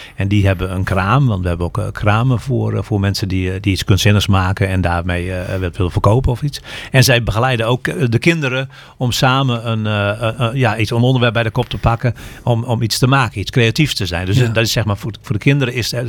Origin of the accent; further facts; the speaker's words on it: Groningen, Netherlands; born there; moved away; Ik ben een Groninger van geboorte.